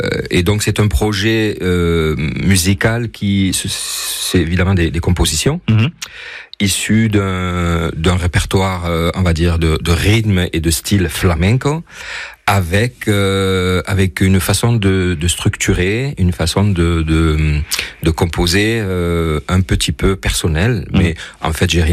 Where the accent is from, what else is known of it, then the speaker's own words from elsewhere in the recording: France; born there; moi je suis d'origine espagnole, mais je suis français, né en France, et je me considère vraiment français